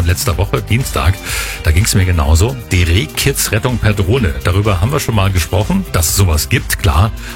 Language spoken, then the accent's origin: German; Lusatia, Germany; ich als Lausitzer